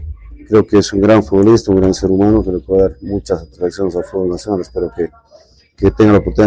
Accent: Bolivia; entonces como todo boliviano, le deseo lo mejor a la selección nacional

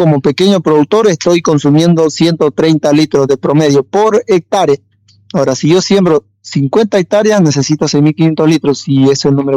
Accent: Bolivia

